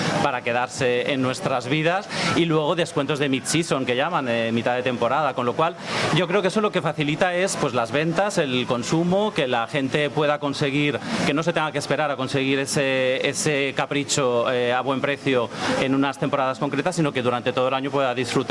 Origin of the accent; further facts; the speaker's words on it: Valencian Community, Spain; Yo no soy murciano, soy valenciano, pero además conozco el Terra Natura de Benidorm también